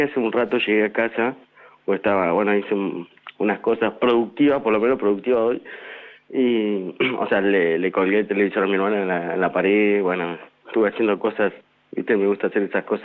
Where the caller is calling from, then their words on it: Paraná, Entre Ríos, Argentina; Yo soy de Paraná